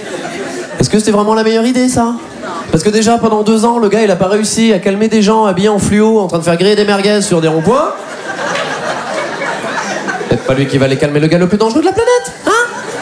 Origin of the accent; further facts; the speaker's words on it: Poitiers, Nouvelle-Aquitaine, France; 29 ans. Moi, je viens de Poitiers.